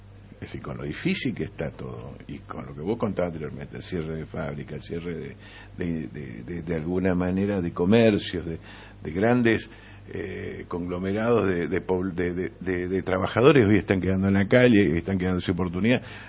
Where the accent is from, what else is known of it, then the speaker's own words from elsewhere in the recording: Barranqueras, Chaco, Argentina; yo soy de Barranquera, como vos lo sabes.